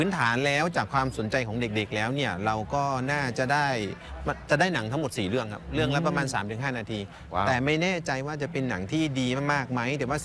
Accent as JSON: {"language": "Thai", "region": "Maha Sarakham", "country": "Thailand", "said": "ก็ในฐานะที่ผมเป็นคนมหาสารคามแล้วก็ทำหนังมาทั้งในส่วนที่เป็นวิชาชีพวิชาการ"}